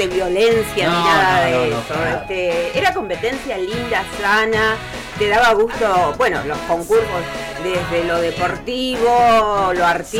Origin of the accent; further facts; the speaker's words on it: Río Gallegos, Santa Cruz, Argentina; porque yo nací aquí en Río Gallegos